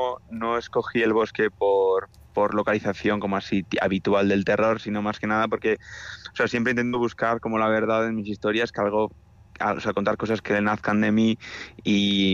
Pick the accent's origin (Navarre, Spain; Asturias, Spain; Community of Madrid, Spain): Navarre, Spain; yo soy de Navarra, yo soy del norte y bueno, pues la muga la tenemos muy cerca. Y evidentemente, pues bueno, mis ancestros, pues hay contrabandistas